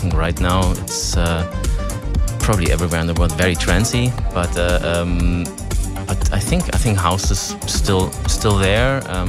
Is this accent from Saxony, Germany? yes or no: yes; Dresden, Saxony, Germany; I mean, I am from Dresden, and Dresden has quite a lively music scene, I would say.